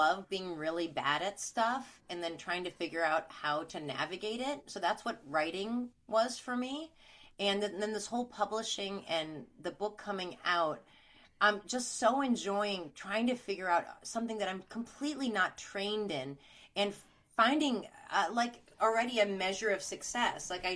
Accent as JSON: {"language": "English", "town": "Chicago", "region": "Illinois", "country": "United States", "also_born_or_lived": "East Coast", "moved": "yes", "lives_now": "Oregon, United States", "said": "I'm from Chicago"}